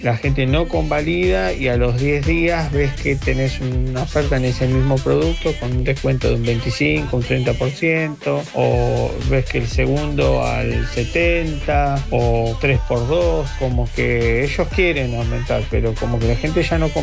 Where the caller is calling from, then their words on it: Villa Lynch, Buenos Aires Province, Argentina; de Villalinch.